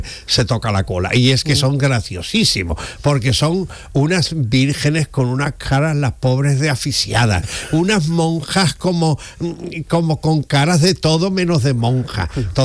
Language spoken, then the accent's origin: Spanish; Spain; soy español